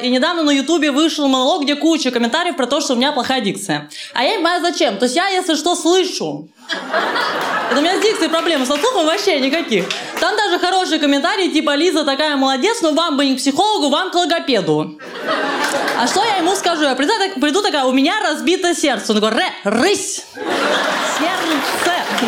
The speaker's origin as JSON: {"language": "Russian", "region": "Moscow", "country": "Russia", "tie": "born or raised there", "said": "Я москвичка, я всю жизнь живу в Москве. Я люблю свой город, реально."}